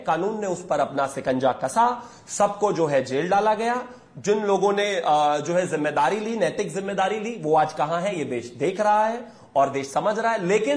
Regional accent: Uttar Pradesh, India; मैं उत्तर प्रदेश से आता हूं

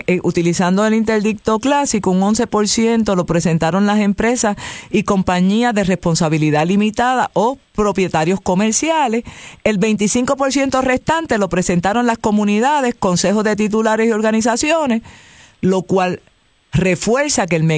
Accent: Puerto Rico; yo, como puertorriqueña

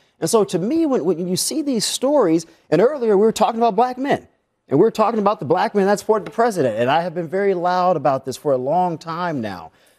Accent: the South, United States; I mean, obviously, I grew up in the South.

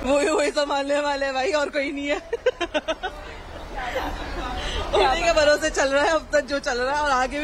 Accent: Ghaziabad, Uttar Pradesh, India; गाजियाबाद की हूँ।

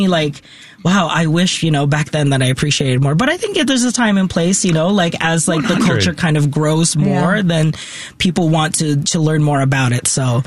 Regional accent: Philippines; And also trying to, you know, assimilate like as a Filipino in a predominantly white school.

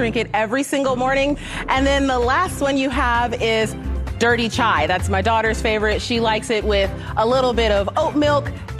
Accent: Gardena, California, United States; I'm from Gardena, California, and I'm here seeking $100,000 for 10% of my company.

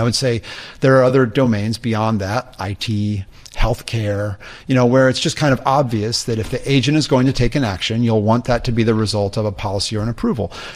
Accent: Indiana, United States; I'm a skateboarder from Indiana.

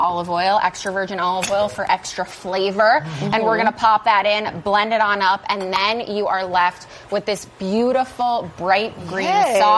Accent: Chicago, Illinois, United States; born or raised there

